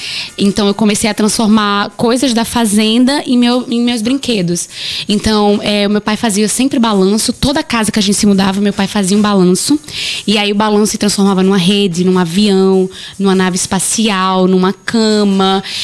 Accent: Penedo, Alagoas, Brazil; born there; also born or lived in Bom Sucesso, Coruripe, Alagoas; Eu nasci aqui em Penedo, mas morei em Bom Sucesso, que é pertinho de Pindorama, povoado de Coruripe. E depois eu vim para cá, para Penedo, pro povoado Capela.

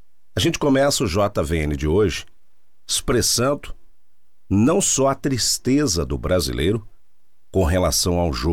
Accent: Brazil; nós, como bons brasileiros

